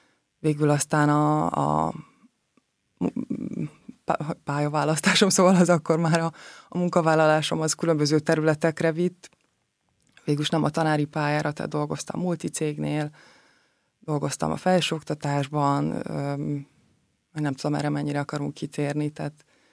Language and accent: Hungarian; Siófok, Somogy, Hungary; moved away; egy 3 lánygyermekes család első szülöttjeként jöttem a világra, Siófokon, ott is nőttünk fel a testvéreimmel. Igazából azóta is oda járogatok haza rendszeresen szüleimhez.